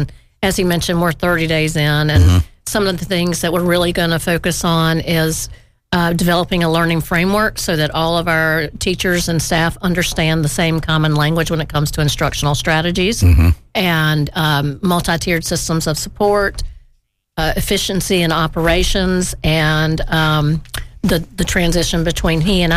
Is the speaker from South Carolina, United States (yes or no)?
yes; Columbia, South Carolina, United States; I grew up in Columbia, South Carolina.